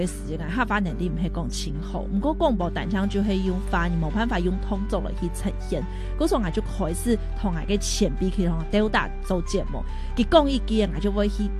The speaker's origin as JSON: {"language": "Chinese", "region": "Miaoli County", "country": "Taiwan", "said": "然后学到最后我才有意识说，哎、欸，对，那我自己苗栗人，苗栗腔是什么？"}